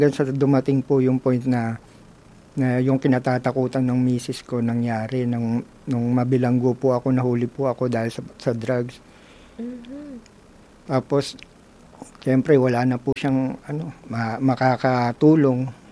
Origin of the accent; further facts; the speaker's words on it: Manila, Metro Manila, Philippines; Ako po ay taga Tondo.